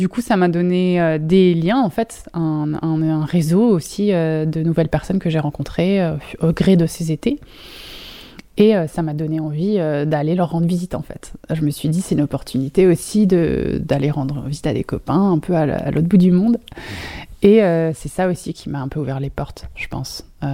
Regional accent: Grand Est, France; Oui, donc j'ai grandi en Alsace. … Et j'ai passé quelques études à Strasbourg.

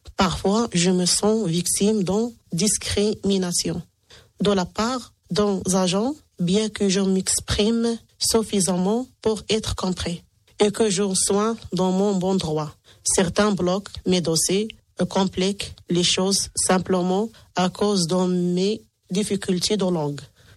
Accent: Morocco; now in France; je suis marocaine.

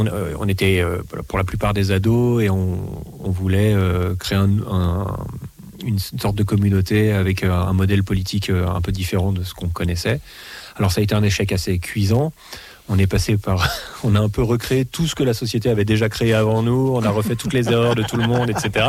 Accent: France; first language French; also born or lived in Paris; Alors j'ai des origines américaines, tout ça, ce qui fait que je prétextais l'anglais, mais si je me raconte pas d'histoire, en fait, je suis français, je lis des livres en français.

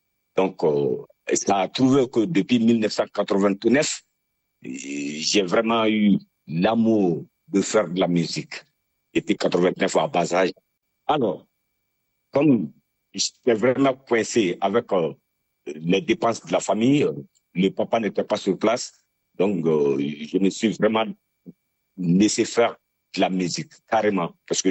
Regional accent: Kolondieba, Sikasso, Mali; now in Bamako, Mali; Alors, je suis originaire du Mali et précisément de la région de Sikasso. Et je suis né dans un cercle, le cercle s'appelle Kolondjeba.

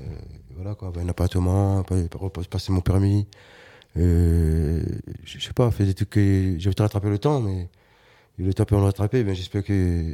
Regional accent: Réunion; moved away as an adult; also born or lived in Mayenne / Angers; now in France; je viens de La Réunion, Et du coup, à La Réunion, j'ai décidé de visiter la France. Ça fait 20 ans que je suis en France.

